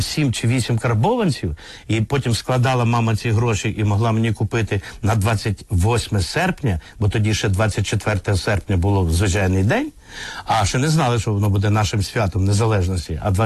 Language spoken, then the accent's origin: Ukrainian; Prykarpattia, Ukraine; moved away; я є вихідець із Прикарпаття.